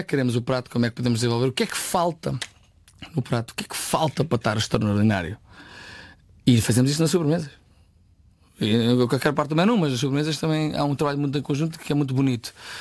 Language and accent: Portuguese; Ribamar, Lisbon, Portugal; não sou do Oeste, orgulhosamente sou de Rio Mar, de Lourin